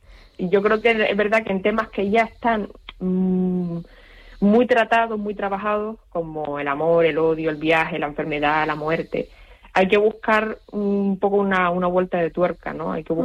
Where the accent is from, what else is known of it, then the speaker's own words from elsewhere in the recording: Canary Islands, Spain; como buena canaria, buena española